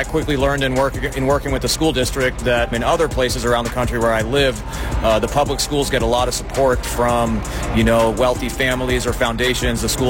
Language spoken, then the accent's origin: English; Prince George's County, Maryland, United States; moved away; Prince George's County, where I'm from